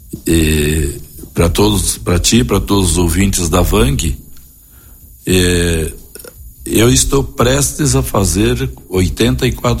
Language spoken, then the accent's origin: Portuguese; Marau, Rio Grande do Sul, Brazil; born there; Eu nasci aqui em Marau, onde hoje é o Hotel de Conto, uma casa de madeira, como se dizia, que depois foi desmanchado e construído o hotel atual.